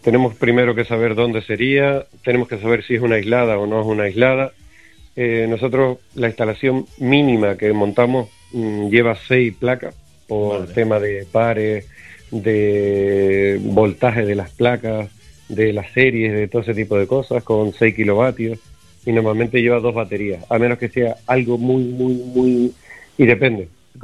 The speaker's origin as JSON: {"language": "Spanish", "region": "Canary Islands", "country": "Spain", "said": "para sitios como Canarias, que dependemos todavía de las energías fósiles"}